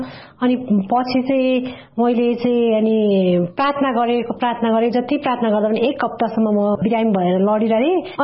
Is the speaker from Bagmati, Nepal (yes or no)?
yes; Sindhuli, Bagmati, Nepal; moved away; मेरो घर चाहिँ सिन्धुली हो र हाल चाहिँ म यहाँ सागा छेउमा बस्छु